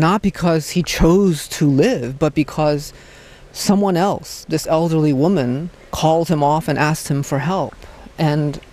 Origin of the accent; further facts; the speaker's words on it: Hartford, United States; You know, when I was a little boy growing up in Hartford, on Sundays we would go to the Baptist church